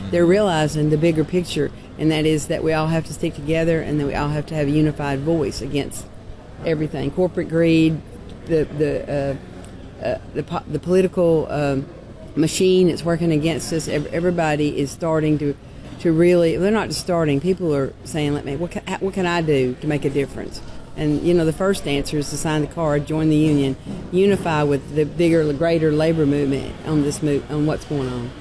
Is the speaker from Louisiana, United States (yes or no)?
no; Tennessee, United States; in my home state of Tennessee